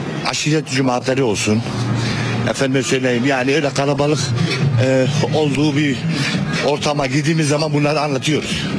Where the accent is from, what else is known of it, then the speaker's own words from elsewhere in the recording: Mardin, Turkey; Çünkü İstanbul'daki insan ben burada Mardinliyim. Benim orada da şeylerim var, yatırımlarım var.